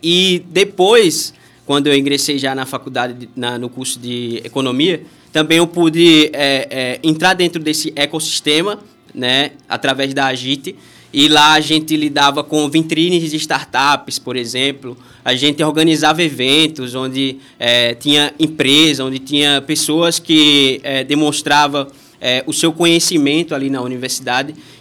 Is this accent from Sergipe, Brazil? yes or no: yes; Sergipe, Brazil; moved away as an adult; also born or lived in Estância; né, tenho 25 anos, sou nascido em Estância, mas cresci em Ubaúba, né, lá fiquei até os meus 21 anos.